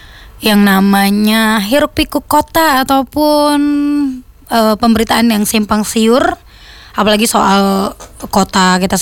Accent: Palembang, South Sumatra, Indonesia

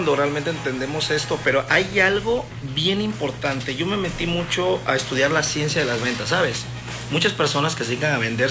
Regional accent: Veracruz, Mexico; pero más que nada siendo veracruzano, siendo jarocho, ¿verdad? De hueso colorado.

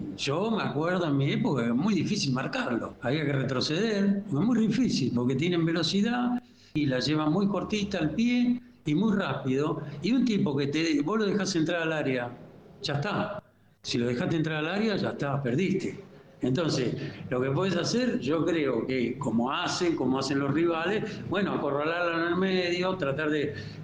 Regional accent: Argentina; a mí me alegra como argentino

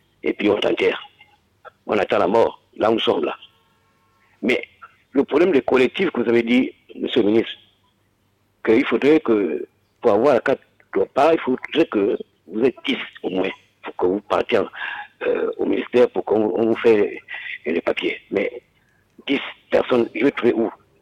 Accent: Gabon; Nous sommes des Gabonais qui veulent travailler, simplement, pour nourrir la famille.

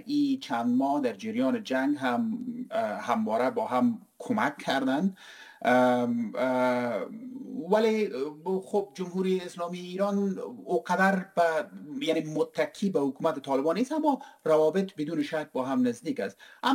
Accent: Herat, Afghanistan; moved away; ما اصالتا از هرات هستیم،

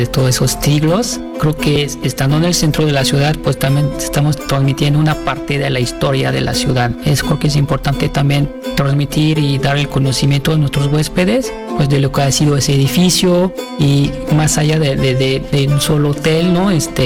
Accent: France; Spanish is a second language; moved away as an adult; now in Mexico; yo soy procedente de Francia. Llegué a México hace alrededor de 15 años y he recorrido pues ya muchos estados del país como gerente de hotel.

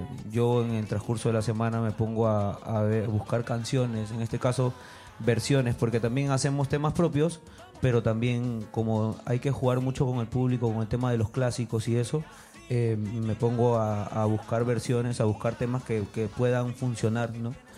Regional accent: Peru; Yo sí soy bien peruano, como de todo.

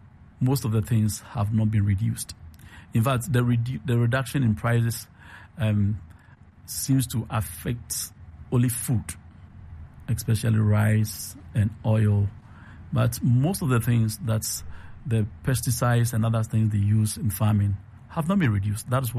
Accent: Abomosu, Eastern Region, Ghana; I come from the eastern region.

